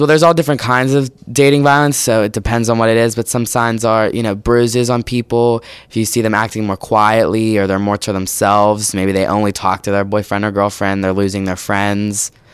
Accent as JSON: {"language": "English", "town": "South Allegheny", "region": "Pennsylvania", "country": "United States", "said": "I'm from South Allegheny, and I'm in 11th grade."}